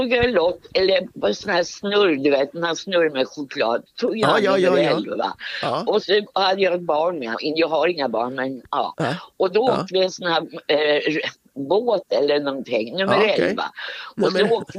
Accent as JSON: {"language": "Swedish", "town": "Stockholm", "region": "Stockholm County", "country": "Sweden", "lives_now": "Norrköping, Sweden", "said": "Nej, jag är från Stockholm."}